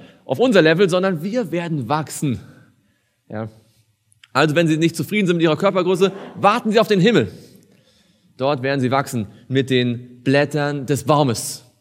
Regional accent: Stuttgart, Baden-Württemberg, Germany; Ich komme ja aus Stuttgart, da gibt es ganz berühmte Weinberge, nicht wahr?

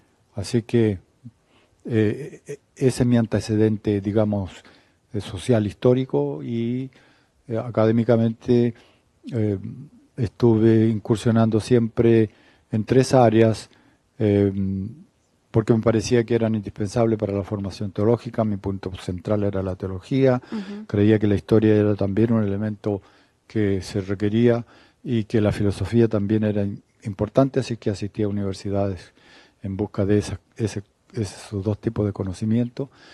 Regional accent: Chile; moved away as an adult; also born or lived in Argentina / Brazil / United States; yo soy originalmente de Chile, nací en ese país extremo del continente sudamericano.

